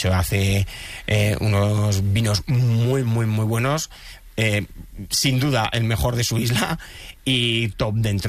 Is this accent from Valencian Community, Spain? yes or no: no; Leganés, Community of Madrid, Spain; yo que soy del Barça, entonces tampoco tengo, aunque he criado en Leganés, entonces no le tengo especial jerita al Getafe.